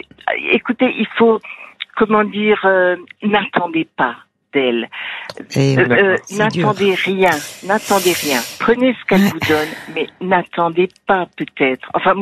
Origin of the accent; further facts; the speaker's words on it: Toulouse, Occitanie, France; de Toulouse, vous savez.